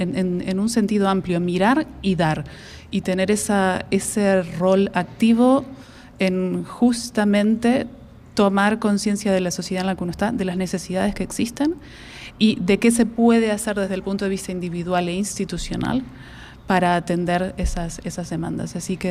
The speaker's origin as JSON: {"language": "Spanish", "country": "Argentina", "said": "Bueno, soy de Argentina y, como bien lo has dicho, pero la mayoría también de mi trabajo en este área se ha dado en Brasil y en Nueva Zelanda."}